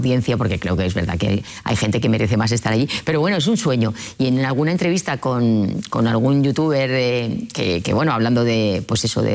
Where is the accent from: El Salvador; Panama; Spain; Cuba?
Spain; le digo que soy de aquí, de España, que si me pueden dar acceso